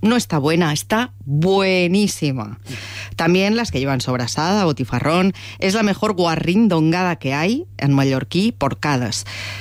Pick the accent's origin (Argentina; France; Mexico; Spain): Spain; Palma, Balearic Islands; Soy de Palma.